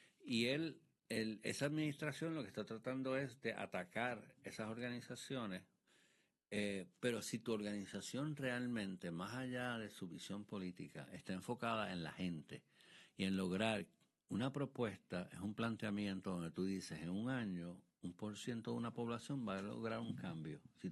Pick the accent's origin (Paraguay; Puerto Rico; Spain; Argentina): Puerto Rico; Mira, yo voy a darle énfasis a que somos puertorriqueños, a que somos hispanos, a que somos minoría